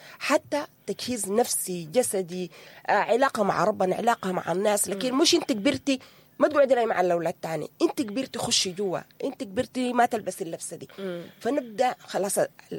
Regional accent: Sudan; في مشكلة كبيرة عندنا كسودانيين في الجواب على الأسئلة المحرجة من أطفالنا الأبرياء

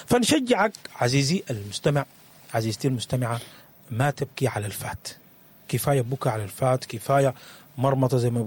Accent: Sudan; احنا محتاجين نتزن في شنو كسودانيين

